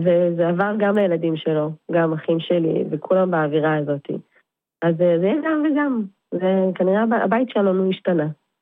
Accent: Neve Daniel, West Bank, Palestine; גדלנו בנווה דניאל.

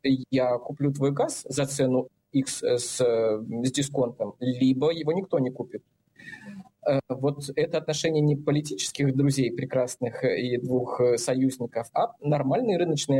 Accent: Russia; я из России

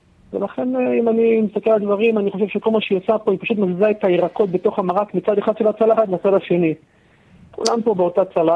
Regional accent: Bat Yam, Tel Aviv District, Israel; איפה שגדלתי בבת ים

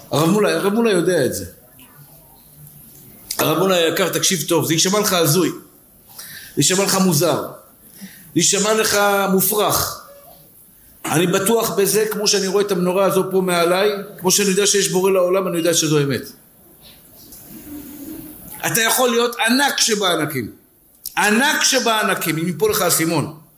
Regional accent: Tel Aviv, Tel Aviv District, Israel; נולדנו פשוטים, נולדתי בשכונת התקווה

